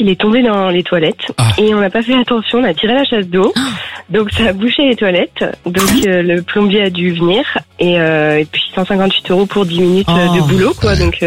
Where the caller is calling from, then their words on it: Mondeville, Normandy, France; À Mondeville.